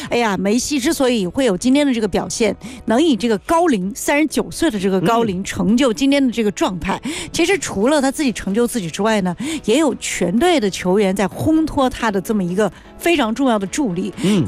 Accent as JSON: {"language": "Chinese", "country": "China", "said": "就我们中国人说的躬身入局"}